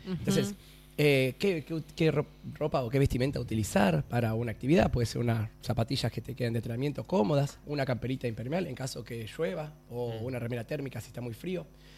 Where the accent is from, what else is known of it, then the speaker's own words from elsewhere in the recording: Grand Bourg, Buenos Aires Province, Argentina; also born or lived in Haedo; Buenos Aires, de Granbur.